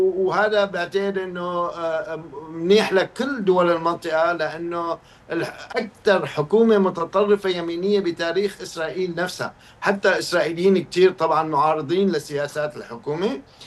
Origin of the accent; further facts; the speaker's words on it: Syria; now in United States; كسوريين امريكان صرنا 15 سنه عم نشتغل مع اعضاء الكونغرس والاداره والوزاره الخارجيه هون